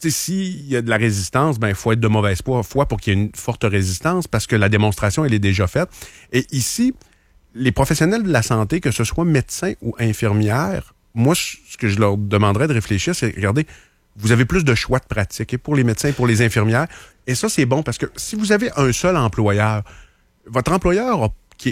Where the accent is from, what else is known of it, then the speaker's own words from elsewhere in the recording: Chicoutimi, Quebec, Canada; Je suis originaire de Chicoutimi. Une bonne partie de ma famille est encore à Chicoutimi.